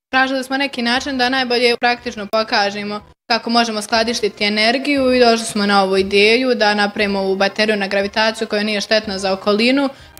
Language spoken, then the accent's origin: Bosnian; Tuzla, Tuzla Canton, Bosnia & Herzegovina; dolazim iz Tuzle, pohađam srednju školu Richmond Park